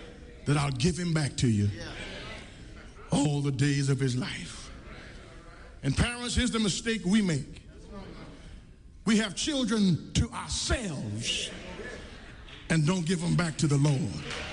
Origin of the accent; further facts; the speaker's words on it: Eunice, Louisiana, United States; a young man who is a member of this church now from my hometown in Eunice, where I'm from, he's a member here